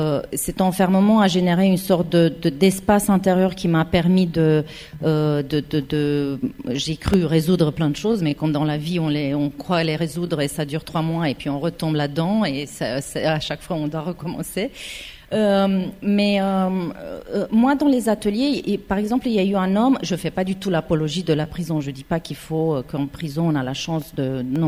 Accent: Romania; born or raised there; moved away

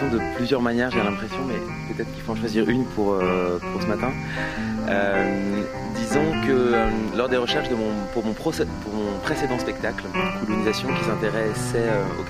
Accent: Sevran, Île-de-France, France; moved away as an adult; now in Brussels, Belgium; J'ai grandi à Sevran.

